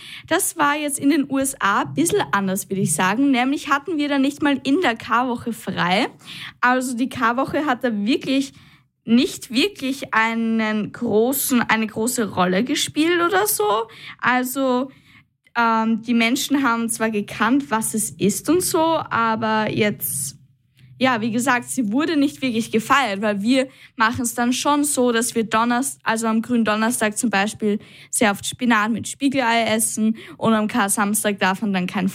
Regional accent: Burgenland, Austria; aber bei uns zu Hause im Burgenland, da treffen wir uns immer mit Familie, machen halt so eine Ostereiersuche.

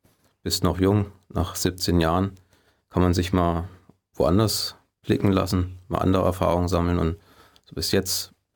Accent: Niederhohne, Hesse, Germany; Das war ich damals auch in meinem Heimatort in Niederhohne.

